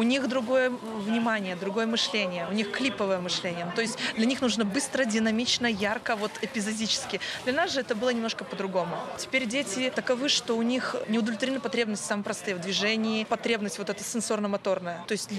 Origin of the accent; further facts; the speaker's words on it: Grodno, Grodno Region, Belarus; я из Гродно, работаю педагогом-психологом в детском саду.